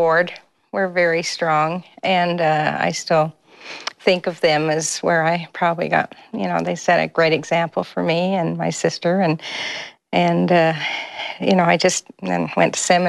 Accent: Provo, Utah, United States; also born or lived in Salt Lake City; We only had 1 high school and but I was born in Salt Lake, and then we moved down to Provo.

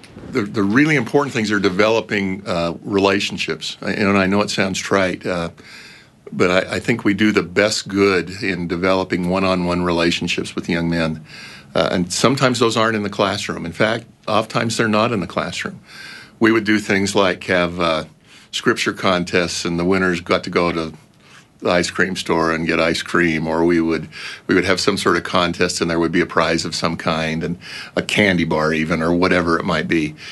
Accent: Salt Lake City, Utah, United States; born there; I was born in Salt Lake, but my parents weren't active in the church at all.

